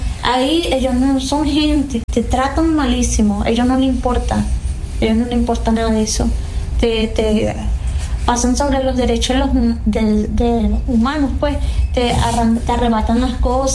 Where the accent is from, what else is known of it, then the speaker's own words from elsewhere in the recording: Colombia; moved away; Yo duré como 4 días sin peinarme desde que salí de Colombia y yo no me peiné, ya yo llevaba ese plan.